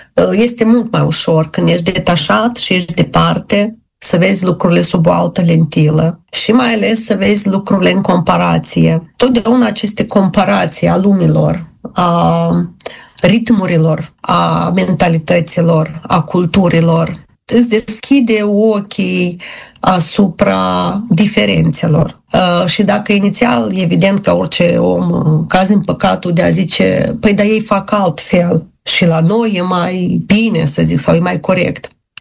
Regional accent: Moldova; accent: Moldovan; moved away; sunt româncă din Republica Moldova.

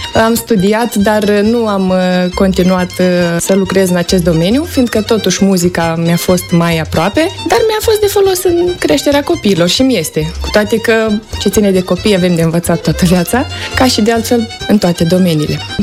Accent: Chișinău, Moldova; De Baștină sunt din Chișinău, dar părinții vin din satul Suhuluceni și Coropceni, raionul Telenești. De ce totdeauna menționez satele? Fiindcă chiar dacă m-am născut și am trăit în Chișinău

